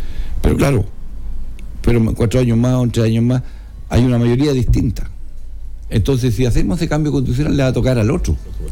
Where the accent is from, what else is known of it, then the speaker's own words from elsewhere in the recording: Talcahuano, Biobío, Chile; Yo soy de Talcahuano